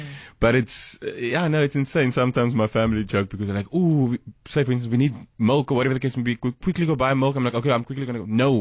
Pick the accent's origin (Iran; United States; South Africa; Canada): South Africa; Malmesbury, Western Cape; born or raised there